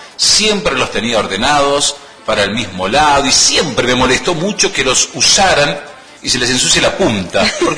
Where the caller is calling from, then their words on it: Malargüe, Mendoza, Argentina; Toda la tarde los escucho … de Malargüe.